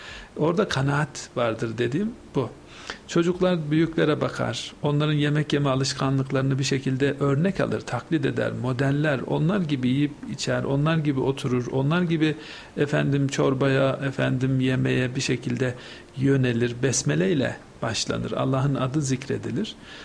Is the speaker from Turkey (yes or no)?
yes; Anatolia, Turkey; ben küçük bir Anadolu şehrinde doğdum, büyüdüm.